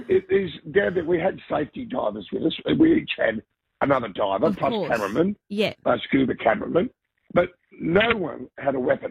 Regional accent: Sydney, New South Wales, Australia; I'm 63, so I grew up on Bondi Beach

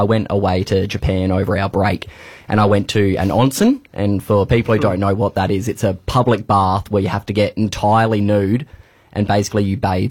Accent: Australia; He goes, you're from Australia. And I go, yeah, like, good pick. A lot of people think that we're British on this

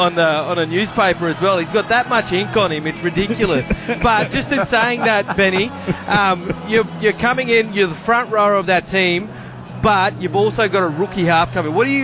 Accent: Queensland, Australia; Us Queenslanders stick to that.

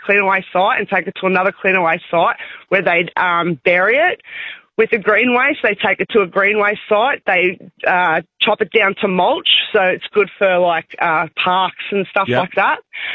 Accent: Werribee, Victoria, Australia; So I'm from I'm from Werribee, and we've got three bins.

